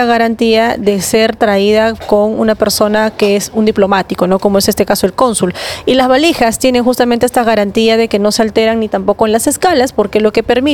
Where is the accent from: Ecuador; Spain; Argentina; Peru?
Peru; Todos somos peruanos